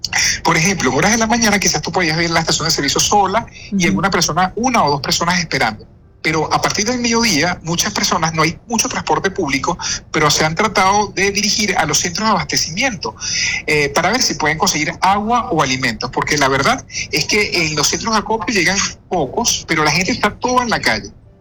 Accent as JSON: {"language": "Spanish", "town": "Maturín", "region": "Monagas", "country": "Venezuela", "moved": "yes", "lives_now": "Caracas, Venezuela", "said": "yo soy de Oriente, soy de Maturín"}